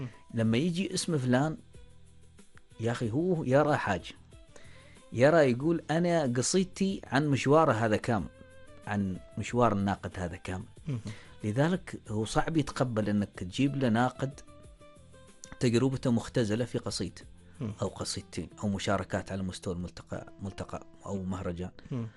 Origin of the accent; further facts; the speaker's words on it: Oman; عندنا في عمان